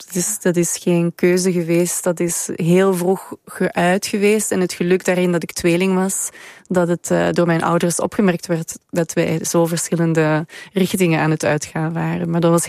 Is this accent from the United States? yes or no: no; Belgium; moved away; Ja, in België waar ik vandaan kom.